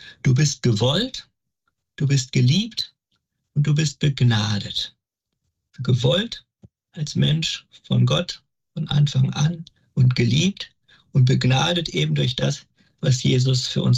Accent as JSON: {"language": "German", "town": "Wesel", "region": "North Rhine-Westphalia", "country": "Germany", "tie": "born or raised there", "said": "komme gebürtig aus der Pfarrei Herz Jesu in Wesel"}